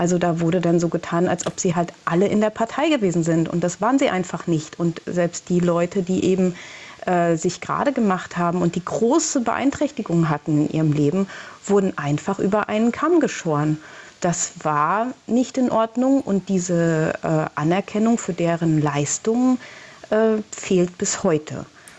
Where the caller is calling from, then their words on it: Mecklenburg-Vorpommern, Germany